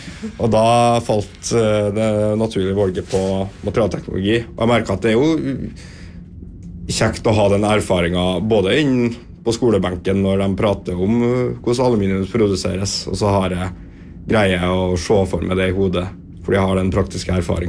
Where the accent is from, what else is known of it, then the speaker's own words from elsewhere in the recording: Sunndalsøra, Møre og Romsdal, Norway; moved away as an adult; now in Trondheim, Norway; jeg er jo fra Sunnmørsøra, så er det en veldig naturlig plass å komme tilbake på sommerstid